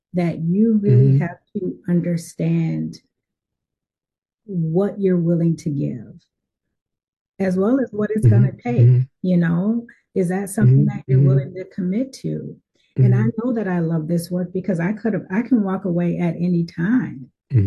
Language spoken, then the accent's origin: English; St. Paul, Minnesota, United States; So I grew up in St. Paul, right in what is considered the Rondo area. I graduated from Highland Park High School, went on to the University of Minnesota for a couple of years